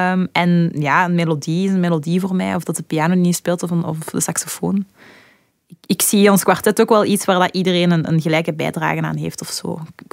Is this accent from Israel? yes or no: no; Turin-la-Grosse, Wallonia, Belgium; Dat is het dorpje waar ik ben opgegroeid met mijn ouders in een huisje. In de Walen, om het zo te zeggen.